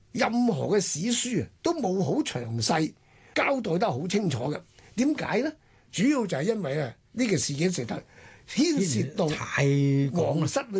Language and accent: Cantonese; Guangdong, China; 呢个字咧我哋广东人都成日讲嘅